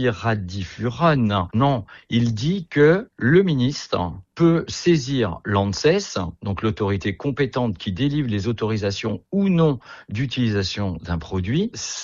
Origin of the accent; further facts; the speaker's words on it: France; chez nous en France.